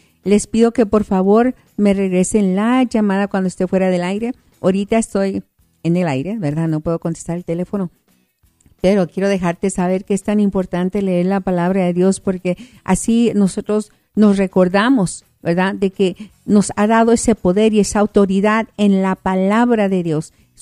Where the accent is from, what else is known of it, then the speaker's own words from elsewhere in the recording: El Paso, Texas, United States; Sí, soy del Paso, Texas.